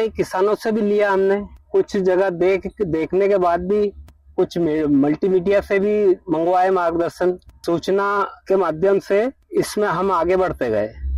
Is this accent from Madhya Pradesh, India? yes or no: yes; Ujjain district, Madhya Pradesh, India; उज्जैन जिले का निवासी हूँ, ग्राम ताजपुर में मेरी खेती है और मैं एक छोटा सा किसान हूँ।